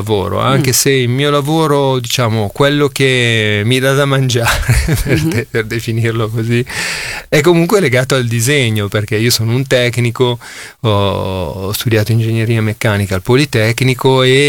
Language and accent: Italian; Milan, Lombardy, Italy